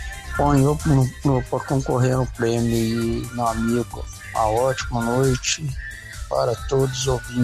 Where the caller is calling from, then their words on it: Alfenas, Minas Gerais, Brazil; de Alfenas, Minas Gerais.